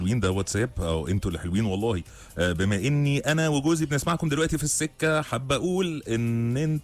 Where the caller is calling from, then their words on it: Dubai, United Arab Emirates; انا بسمعكم من دبي وانا مروح